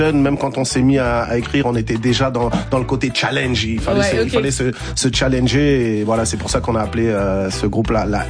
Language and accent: French; Île-de-France, France; c'est ça la puissance de grandir dans des quartiers comme celui où on a grandi à Garches-Charcelles. C'est un multiculturel.